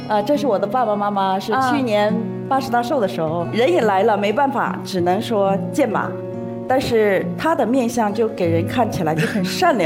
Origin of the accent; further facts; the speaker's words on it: Northeast China, China; 我们东北人